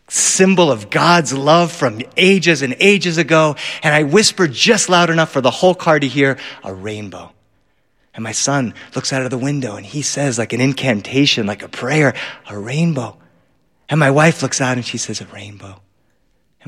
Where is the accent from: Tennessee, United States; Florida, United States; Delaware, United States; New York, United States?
Delaware, United States; now in Los Angeles, United States; I grew up on the East Coast. I grew up in Delaware.